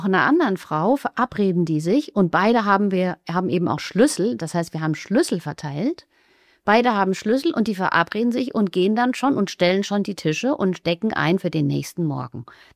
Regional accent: West Germany, Germany; moved away as an adult; also born or lived in Argentina; wir kommen aus Westdeutschland

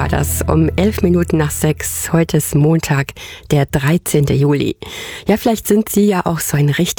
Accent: Hamburg, Germany; Ja, an dieser Stelle sende ich mal einen ganz lieben Gruß nach Hamburg, meine alte Heimat.

